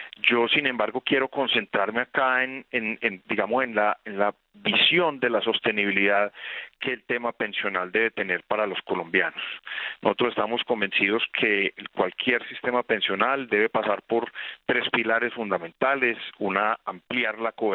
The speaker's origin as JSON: {"language": "Spanish", "country": "Colombia", "said": "Tenemos, como colombianos, que seguir activos, permanentes, apoyando toda esta reconstrucción"}